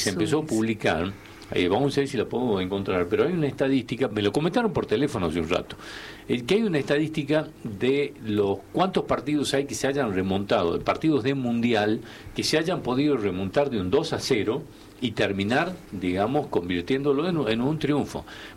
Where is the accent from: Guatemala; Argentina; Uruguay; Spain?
Argentina; independientemente de lo que nos toca sufrir como argentinos